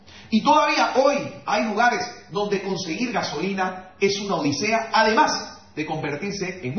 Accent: Bolivia

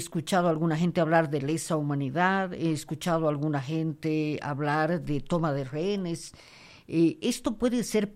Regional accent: Bolivia; a todos los bolivianos

